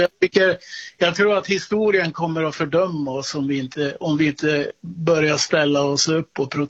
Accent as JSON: {"language": "Swedish", "town": "Malmberget", "region": "Norrbotten County", "country": "Sweden", "tie": "born or raised there", "moved": "yes", "lives_now": "Åre, Sweden", "said": "Och jag är uppvuxen i Malmberget. Ja. Jag har varit omgiven av samer ganska mycket."}